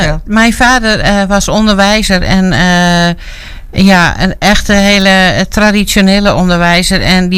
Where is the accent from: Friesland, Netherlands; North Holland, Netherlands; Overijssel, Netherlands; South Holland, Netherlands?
Friesland, Netherlands; Langweer; born there; Langweer woon ik, ja. Ja, en ik ben vrij beschermd opgevoed. Hè? Beide ouders, ik heb wat oudere ouders had ik. Ja. En beide de oorlogen meegemaakt en calvinistisch.